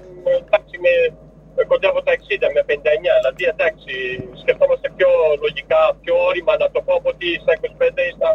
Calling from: Munich, Bavaria, Germany; από το Μόναχο

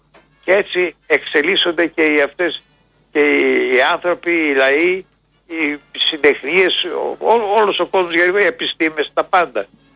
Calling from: Greece

